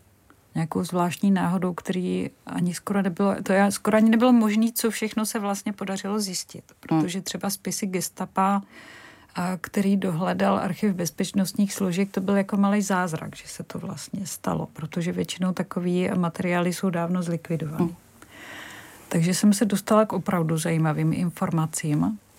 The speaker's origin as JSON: {"language": "Czech", "town": "Brno", "region": "South Moravian Region", "country": "Czechia", "said": "Prostě my jsme byli vždycky Brňáci a nějaká národnost, ať už česká nebo německá, v tom nehrála žádnou roli."}